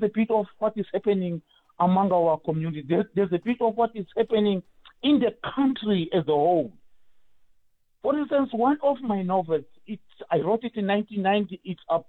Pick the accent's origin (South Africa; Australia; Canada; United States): South Africa; first language Swati; English is a second language; My barrier is that I was studying Zulu by then, not my mother tongue, Swati.